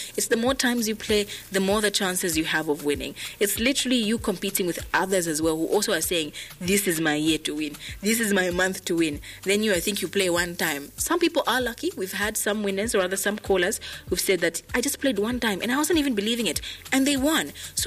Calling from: Zambia; I'm calling you from Winbig, Zambia.

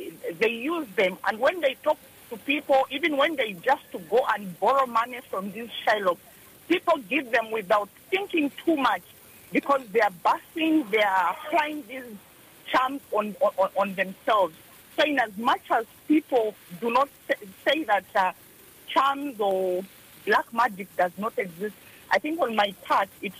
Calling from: Zambia; You're talking to … I'm calling from Minwood, Pamwena.

